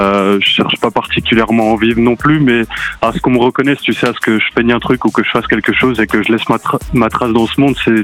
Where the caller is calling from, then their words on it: Crozet, Auvergne-Rhône-Alpes, France; je suis de l'Ain, dans le 01.